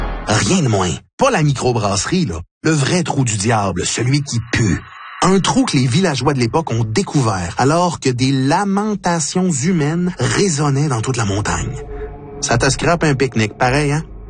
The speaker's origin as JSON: {"language": "French", "country": "Canada", "said": "Pis cette théorie-là, elle se passe chez nous, au Canada. C'est à nous autres, ce mystère-là."}